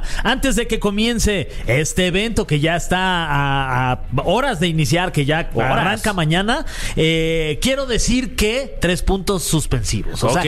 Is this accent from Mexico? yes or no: yes; Mexico; Es que yo amo a México. Soy muy mexicano.